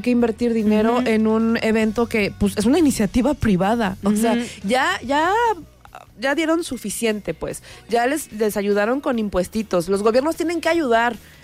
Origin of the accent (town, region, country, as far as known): Mexico